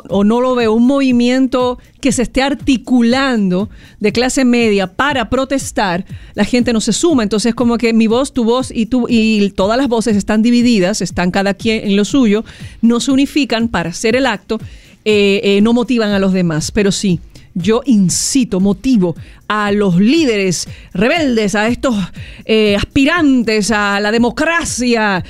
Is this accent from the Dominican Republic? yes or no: yes; Dominican Republic; yo como ciudadana dominicana